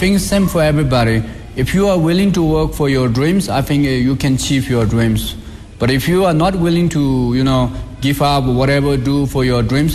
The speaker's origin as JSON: {"language": "English", "region": "Tibet", "country": "China", "said": "when I say I'm from Xizang, they will think like, wow, this is number one."}